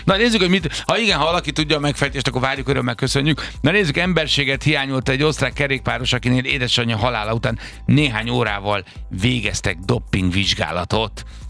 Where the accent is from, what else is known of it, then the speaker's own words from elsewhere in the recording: Zugló, Budapest, Hungary; ráadásul én zuglói vagyok, tehát a BVST-t kedvelem, szeretem, kedveltem és szerettem